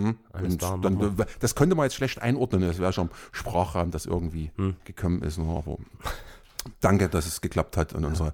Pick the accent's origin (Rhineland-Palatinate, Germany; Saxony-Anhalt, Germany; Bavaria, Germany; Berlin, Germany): Saxony-Anhalt, Germany; accent: Saxon; Ich komme ja aus Sachsen-Anhalt.